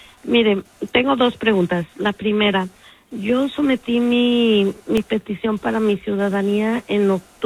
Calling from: Fresno, California, United States; Vivo en la ciudad de Fresno

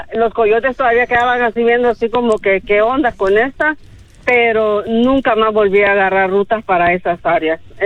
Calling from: Los Angeles, California, United States; buena vibra desde aquí de Los Ángeles.

